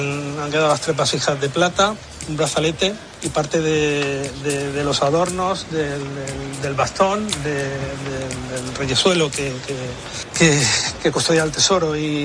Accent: Villena, Valencian Community, Spain; Y a los que somos de Villena, esto nos destroza, es parte de nuestro patrimonio y parte de nuestra riqueza y de lo que nos sentimos orgullosos.

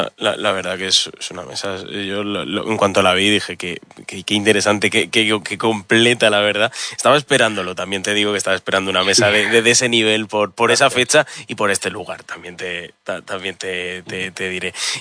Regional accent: Cartagena, Region of Murcia, Spain; now in Teruel, Spain; Yo soy de Cartagena

